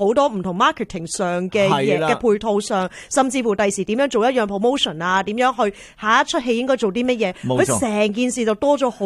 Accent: China; 尤其是你知我哋中國人

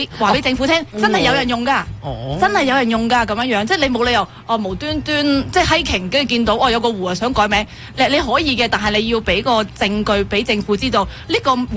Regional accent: Canada; 我哋加拿大人好中意 hiking 啊嘛

